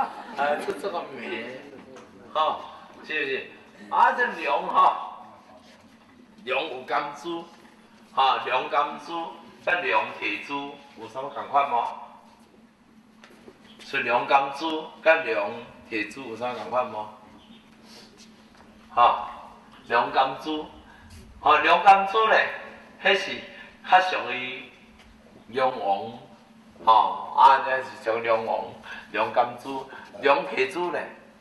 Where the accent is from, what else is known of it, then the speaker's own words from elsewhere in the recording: Taiwan; 啊，这个告诉外国人，我们台湾人真够怪，真认真。